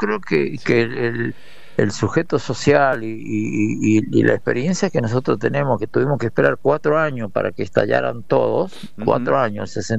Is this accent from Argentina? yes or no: yes; Tucumán, Argentina; yo soy el único de Tucumán